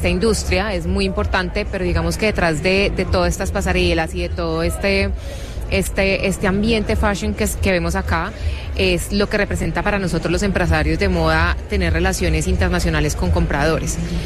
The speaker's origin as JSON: {"language": "Spanish", "town": "Cali", "region": "Valle del Cauca", "country": "Colombia", "lives_now": "Bogotá, Colombia", "said": "Somos de Cali y me encantaba Bogotá y dije, lo visualicé, estuve en Bogotá feliz, 6 años"}